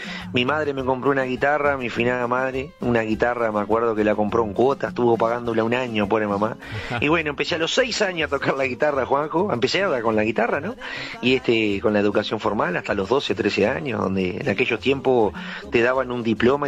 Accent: Estación Atlántida, Canelones, Uruguay; yo soy oriundo acá de la Estación Atlántida, acá de Canelones. Ajá. Y empezamos con una barra de amigos y armamos una orquesta acá en el barrio, en el barrio español, acá donde somos nosotros criados, todos gurises jovencitos

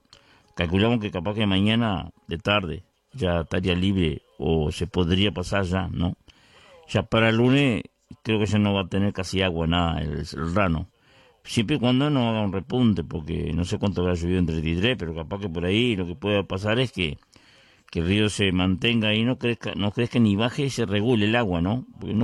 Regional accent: Vergara, Buenos Aires, Argentina; Un saludo para toda la gente de mi pueblo, para la gente de Vergara.

